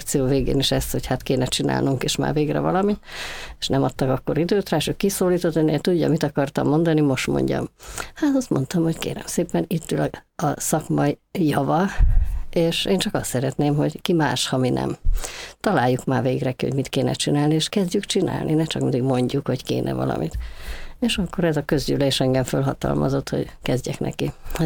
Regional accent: Budapest, Hungary; A Gellért-hegyen laktunk kiskoromban, úgyhogy ott kezdtem a Köböl utcai általános iskolában. Aztán Pestre költöztünk, és a Szemere utcai általános iskolába folytattam.

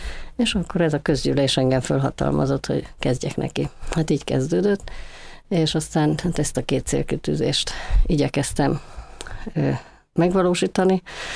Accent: Budapest, Hungary; A Gellért-hegyen laktunk kiskoromban, úgyhogy ott kezdtem a Köböl utcai általános iskolában. Aztán Pestre költöztünk, és a Szemere utcai általános iskolában folytattam.

